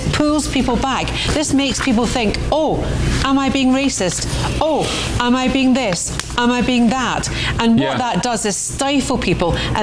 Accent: Glasgow, Scotland, United Kingdom; I was brought up in Glasgow, and Strathclyde police were so sectarian, it was unbelievable.

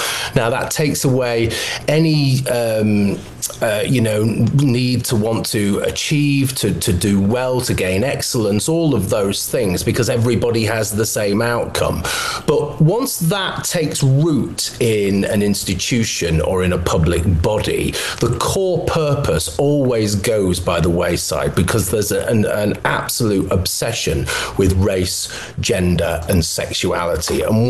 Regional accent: Manchester, North West England, United Kingdom

